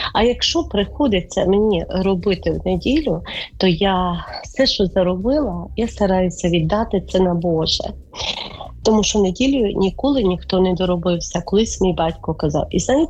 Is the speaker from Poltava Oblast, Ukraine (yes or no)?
no; Ivano-Frankivsk Oblast, Ukraine; Я виросла на Франківщині в селі.